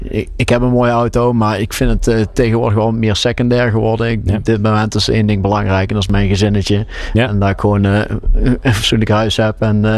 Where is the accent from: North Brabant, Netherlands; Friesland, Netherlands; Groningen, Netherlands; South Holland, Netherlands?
North Brabant, Netherlands; Mierlo; En ik ben geboren getogen in Mierlo.